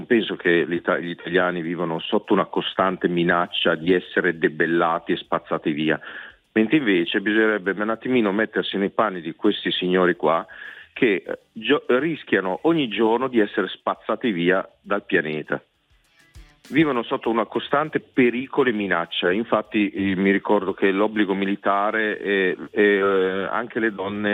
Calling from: Reggio Emilia, Emilia-Romagna, Italy; Reggio Emilia.

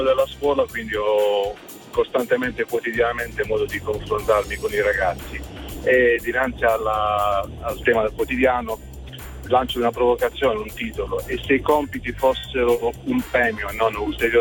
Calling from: Polignano a Mare, Apulia, Italy; chiamo dalla Puglia, sto guidando, sto rientrando dopo un weekend del Salento, ritorno verso Polignano

